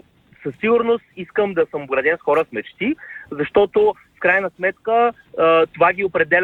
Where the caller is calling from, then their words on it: Varna, Varna Province, Bulgaria; от Варна.